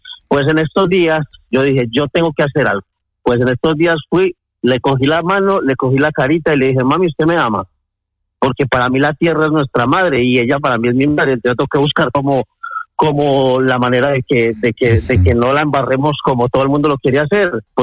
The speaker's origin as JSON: {"language": "Spanish", "country": "Colombia", "said": "se me salió el tío ese que bueno, yo soy colombiano."}